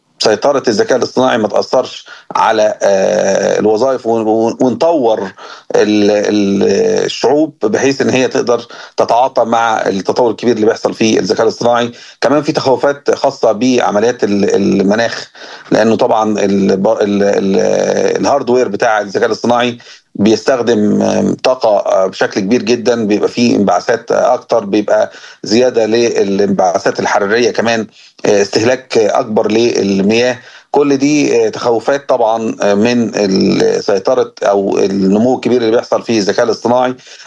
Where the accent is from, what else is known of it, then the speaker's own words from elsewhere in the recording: Egypt; احنا عندنا في مصر